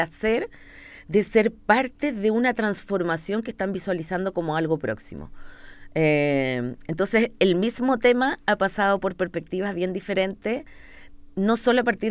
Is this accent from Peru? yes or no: no; Chile; Entonces era como, oh, no puedo creer que esto está pasando en mi país, que yo estoy aquí viviéndolo.